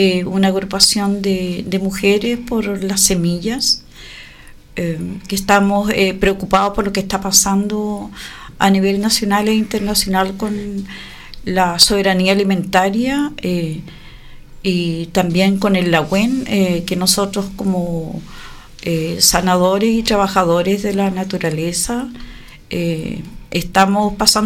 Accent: Puerto Montt, Los Lagos, Chile; Soy de Melipulli, Mapumó, presidenta de una asociación de mujeres que compone, que en su número son 40. dirigente de hace 25 años por el pueblo mapuche

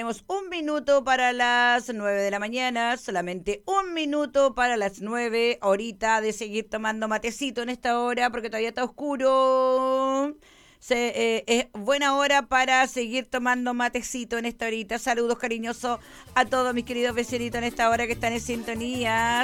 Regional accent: Chile; siendo lo mismo chileno, viviendo en este país largo y angosto, ¿no? Largo y angosto que se llama Chile.

